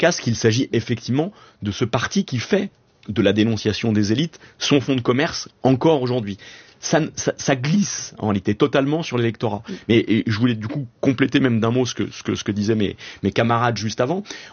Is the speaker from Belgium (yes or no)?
no; France; chez nous en France, a fait le succès de l'extrême droite